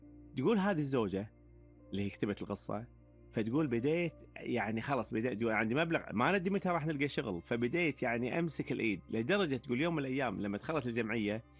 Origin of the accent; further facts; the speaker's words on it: Kuwait; صاير عندنا في الكويت